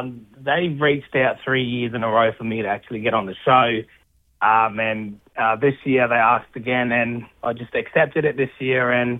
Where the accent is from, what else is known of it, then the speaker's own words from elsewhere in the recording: Darwin, Northern Territory, Australia; we're all from Darwin and just representing the mob